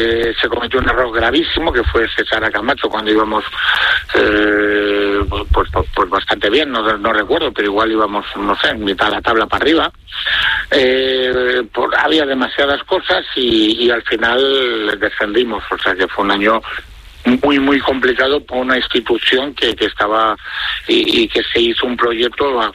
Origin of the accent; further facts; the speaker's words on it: Valladolid, Castile and León, Spain; Yo soy un pucelano blanquivioleta de Valladolid, moriré siendo así